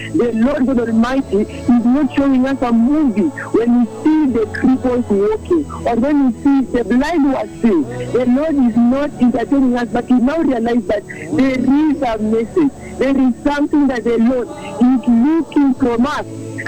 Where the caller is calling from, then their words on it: Nairobi, Kenya; You are speaking to … I'm calling from the University of Nairobi.